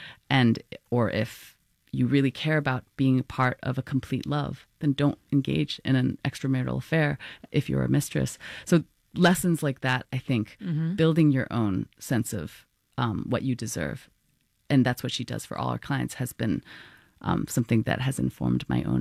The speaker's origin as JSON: {"language": "English", "country": "Hong Kong", "tie": "born or raised there", "said": "I grew up in Hong Kong"}